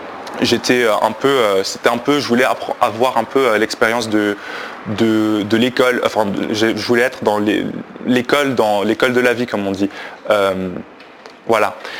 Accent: Belgium; Donc j'ai grandi en Belgique, du coup, voilà, j'ai eu une enfance assez normale avec ma famille qui est chrétienne

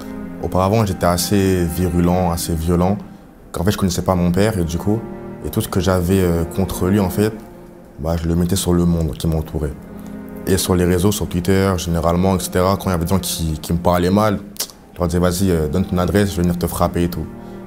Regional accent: Paris, Île-de-France, France; j'ai 19 ans et voici mon témoignage. Allez, go, go. J'ai grandi à Paris avec ma mère et pas mon père

